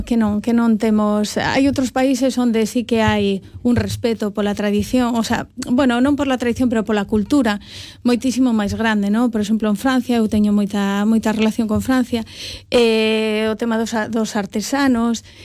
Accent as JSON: {"language": "Galician", "region": "Asturias", "country": "Spain", "tie": "born there", "also_born_or_lived": "Basque Country", "lives_now": "Galicia, Spain", "said": "son galega de adopción, sempre o digo, nací en Asturias, estive no País Vasco"}